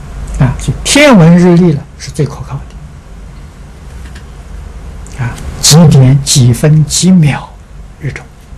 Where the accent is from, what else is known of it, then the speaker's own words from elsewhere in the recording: China; now in United States; 我们中国人从来没讲营养啊！